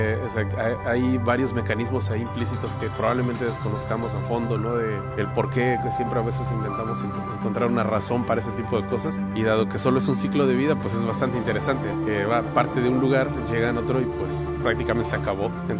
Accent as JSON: {"language": "Spanish", "country": "Mexico", "said": "a las tradiciones así precoloniales en México del Día de Muertos que tenemos muy arraigados como mexicanos."}